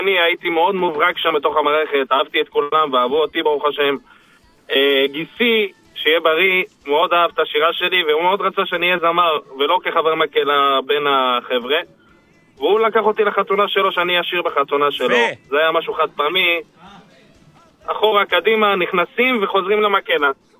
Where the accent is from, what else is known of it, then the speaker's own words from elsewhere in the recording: Ashdod, Southern District, Israel; מילדות, אני באשדוד, ואני התחתנתי גם באשדוד, ברוך השם.